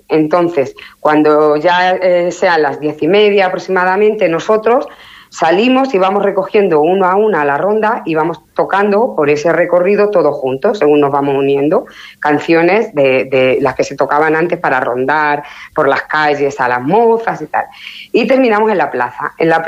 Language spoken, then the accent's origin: Spanish; Castile and León, Spain; en mi pueblo hay mucha fiesta